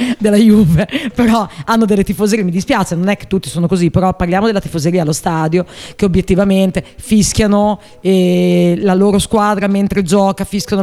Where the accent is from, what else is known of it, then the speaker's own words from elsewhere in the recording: Bologna, Emilia-Romagna, Italy; Sono bolognese di Piazza Zagrita.